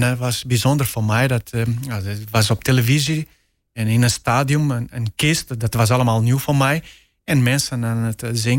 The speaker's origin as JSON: {"language": "Dutch", "country": "Portugal", "tie": "born or raised there", "second_language": "Dutch", "moved": "yes", "lives_now": "Netherlands", "said": "Nou, gelukkig is van hier naar Portugal vliegen is"}